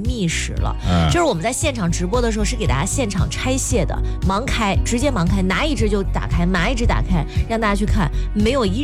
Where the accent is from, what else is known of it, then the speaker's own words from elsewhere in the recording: Henan, China; accent: Henan dialect; 就是咱们河南话嘎咕这个词儿大家懂吧，